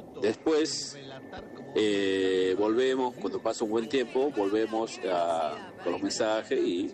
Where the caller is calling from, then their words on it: Tucumán, Argentina; Yo soy de Tucumán